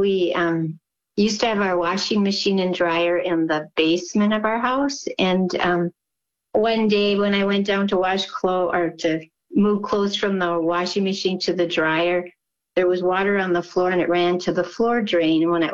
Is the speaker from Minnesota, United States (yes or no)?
yes; Eveleth, Minnesota, United States; I'm from Eveleth, Minnesota.